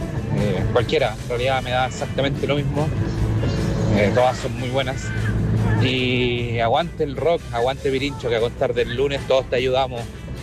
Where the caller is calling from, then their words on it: Concepción, Biobío, Chile; por acá, de Concepción.